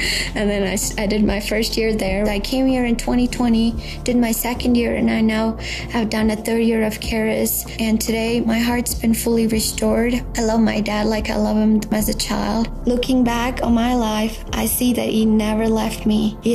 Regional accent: Bangalore, Karnataka, India; born there; So I was born in India, in a Hindu family, in a city called Bangalore.

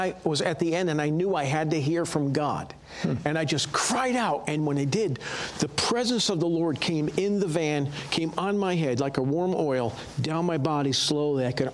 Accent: Connecticut, United States; That's where I got saved when I grew up in Connecticut.

